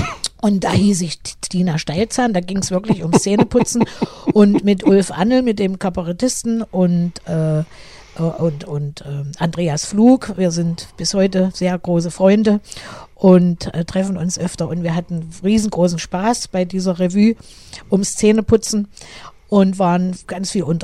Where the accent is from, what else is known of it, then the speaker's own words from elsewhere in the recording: Erfurt, Thuringia, Germany; meine Heimatliebe, die nicht nur Thüringen betrifft. Und ich habe auch, war mir ein Bedürfnis, ein Lied über meine Heimatstadt Erfurt zu machen.